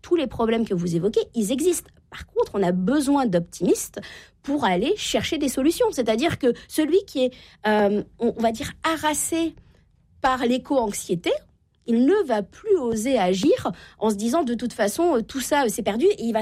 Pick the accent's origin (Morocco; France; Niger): France; Normandy; Voilà, exactement, moi je viens de la Normandie, Uber Eats n'est pas arrivé partout en France, on est bien d'accord.